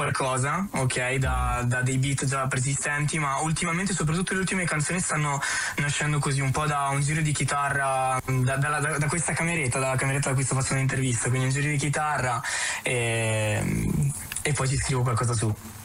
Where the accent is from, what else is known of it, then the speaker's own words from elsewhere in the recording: Trento, Trentino-Alto Adige, Italy; also born or lived in Apulia; Io sì, sono di Trento, ma sono nato in Puglia in realtà